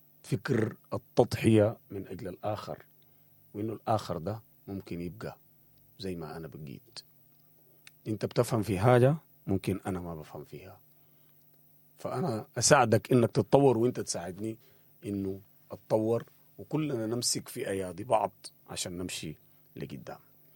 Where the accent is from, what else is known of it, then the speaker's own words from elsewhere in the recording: Sudan; إحنا كسودانيين